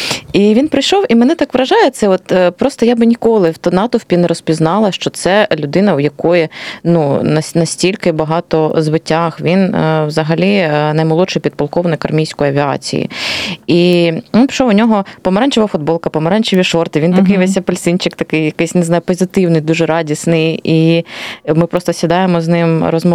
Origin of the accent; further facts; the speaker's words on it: Kharkiv, Kharkiv Oblast, Ukraine; Я теж з Холодної Гори.